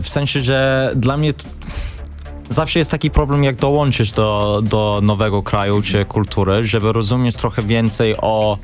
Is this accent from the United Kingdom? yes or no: yes; England, United Kingdom; Polish is a second language; moved away as an adult; now in Poland